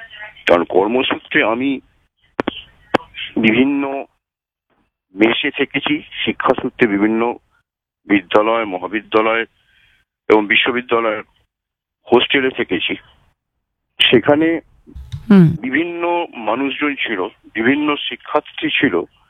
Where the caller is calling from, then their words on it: Kolkata, West Bengal, India; বেহালা থেকে … কথা বলছি।